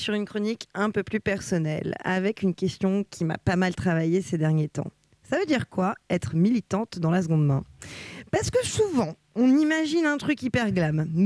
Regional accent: Hauts-de-France, France; Moi, je suis une belle betterave du Nord. Oui, je viens du Nord

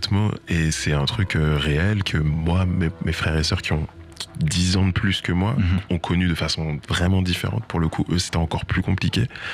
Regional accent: France; être encore mieux en tant que Français

